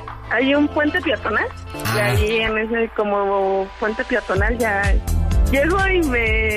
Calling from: Toluca, State of Mexico, Mexico; Soy de aquí, de Toluca.

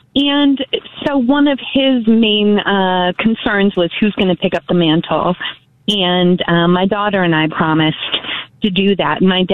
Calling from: Naperville, Illinois, United States; I'm calling from Naperville.

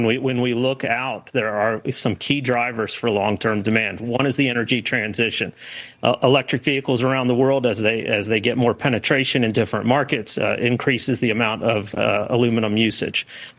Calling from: Canberra, Australian Capital Territory, Australia; You can see in the background, I'm joining you from Canberra, Australia.

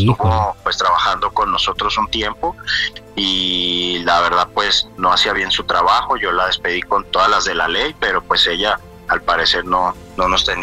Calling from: Seattle, Washington, United States; De Seattle.

